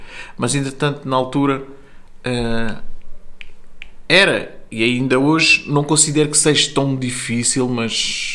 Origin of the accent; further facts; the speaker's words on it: Portugal; born there; é um português, filho de pais cabo-verdianos, nasci no Porto Bandão, margem sul.